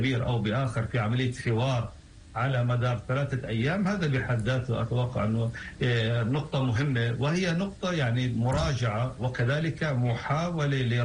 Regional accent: Palestine; نحن كشعب فلسطيني

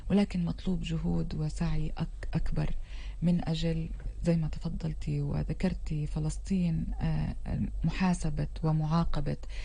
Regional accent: Palestine; كفلسطينيين

